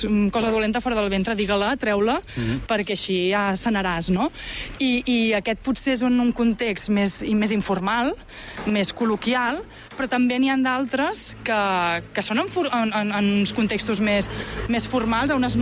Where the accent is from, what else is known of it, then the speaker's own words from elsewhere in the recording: Arenys de Mar, Catalonia, Spain; jo vinc d'Arenys de Mar, que és terra de puntes de coixí, sí